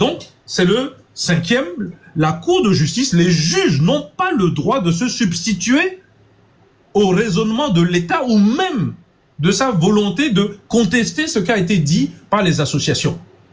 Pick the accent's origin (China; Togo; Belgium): Togo; je suis noir, togolais, et je viens du Togo.